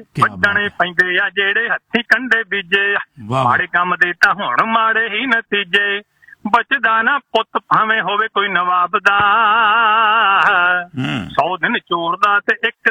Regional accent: Rurki, Punjab, India; ਮੇਰਾ ਪਿੰਡ ਰੁੜਕੀ ਆ ਤੇ ਨਾਲ ਵੱਡਾ ਰੁੜਕਾ ਜਿੱਥੇ ਰੁੜਕਾ ਕਲਾਂ

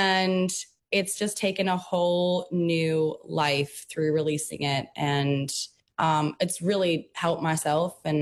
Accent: Abbotsford, British Columbia, Canada; But I grew up in Abbotsford, BC. I went to an integrated art school growing up.

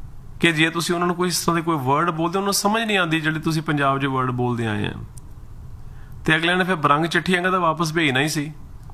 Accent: Punjab, India; moved away; ਅਸੀਂ ਪੰਜਾਬ ਨੂੰ ਪਿਆਰ ਕਰਦੇ ਹਾਂ, ਪੰਜਾਬ ਨਾਲ ਸਾਡਾ ਪਿਆਰ ਹੈ, ਅਸੀਂ ਉੱਥੇ ਜੰਮੇ ਪਲੇ ਹਾਂ।

